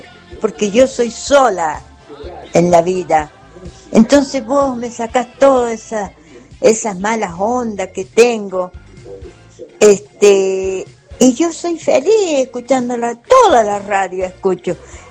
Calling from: San Luis, Argentina; de San Luis.

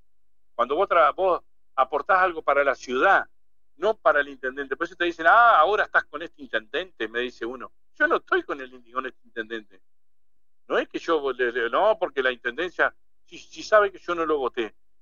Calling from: Diamante, Entre Ríos, Argentina; es porque somos de Diamante.

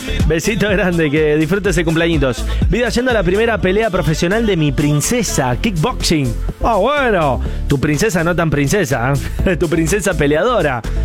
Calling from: Cañada Seca, Buenos Aires Province, Argentina; de Cañada Seca.

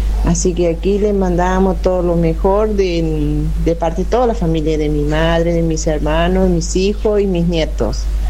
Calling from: Añatuya, Santiago del Estero, Argentina; Yo soy de Añatuya

